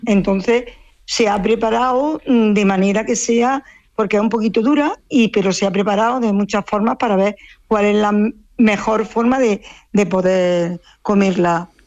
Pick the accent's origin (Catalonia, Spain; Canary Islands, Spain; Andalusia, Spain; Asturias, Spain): Andalusia, Spain; Andújar; aunque todavía soy joven, y aunque soy de Andújar